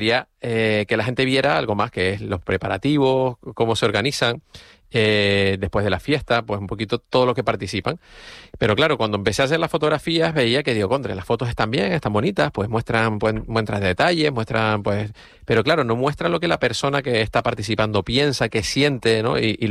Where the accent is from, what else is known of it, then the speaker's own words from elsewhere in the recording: Güímar, Canary Islands, Spain; moved away; yo soy guimarero, no vivo en Guimar